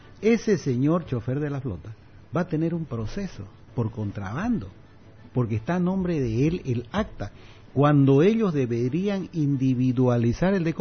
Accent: Bolivian eastern lowlands, Bolivia

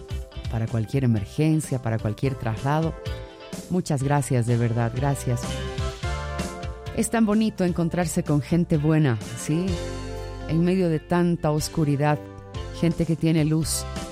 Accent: Bolivia; tengamos la oportunidad de sanar como hermanos bolivianos que somos.

